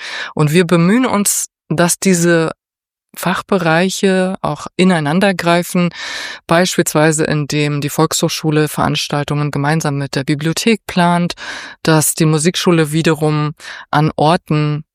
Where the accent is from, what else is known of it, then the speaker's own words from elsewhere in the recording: Berlin, Germany; first language German and Persian; ich bin in Berlin-Mitte aufgewachsen und zwar im Ostteil der Stadt.